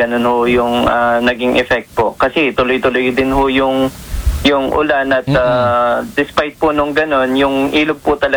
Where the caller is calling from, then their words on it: Tarlac, Central Luzon, Philippines; Taga Matatalay po ako, tabing barangay ho ng San Isidro.